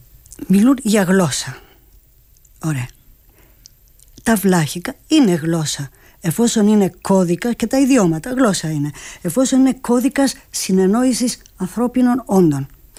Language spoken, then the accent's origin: Greek; Thessaly, Greece; στο χωριό μου στην Ορεινή Καλαμπάκα έχουμε τοπονύμια Σλάβικα.